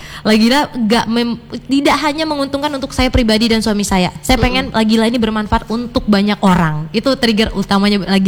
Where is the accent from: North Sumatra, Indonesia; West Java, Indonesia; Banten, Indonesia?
North Sumatra, Indonesia; Medan; moved away as an adult; now in Jakarta, Indonesia; kita tuh udah kurang lebih 14 tahun di Jakarta, tapi membranding diri kami ini orang Medan nih